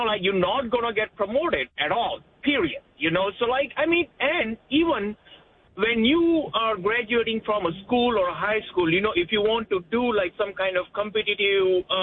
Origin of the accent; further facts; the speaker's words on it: India; I am from India.